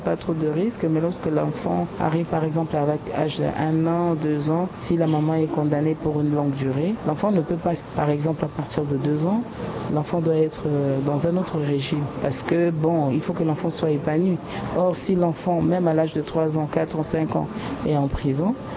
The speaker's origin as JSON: {"language": "French", "country": "Central African Republic", "said": "ici, pour chez nous, en République centrafricaine"}